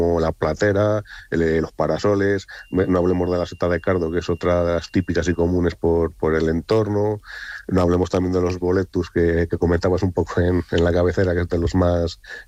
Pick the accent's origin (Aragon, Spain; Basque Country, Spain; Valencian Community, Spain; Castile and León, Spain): Castile and León, Spain; Montemayor de Pililla; born or raised there